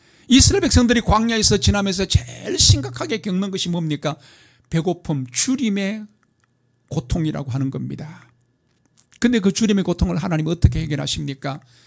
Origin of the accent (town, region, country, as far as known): South Korea